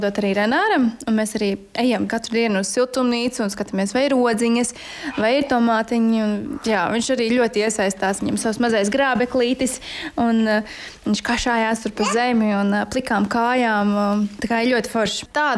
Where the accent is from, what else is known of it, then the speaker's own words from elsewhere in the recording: Ropaži, Ropaži Municipality, Latvia; es pati esmu no Ropažiem. Vienmēr esmu dzīvojusi, kopš sev atceros, ārā laukos.